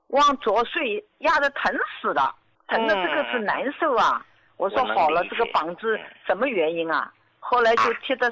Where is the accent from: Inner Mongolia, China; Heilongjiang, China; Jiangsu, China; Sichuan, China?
Jiangsu, China; 我今年73岁，我是江苏的。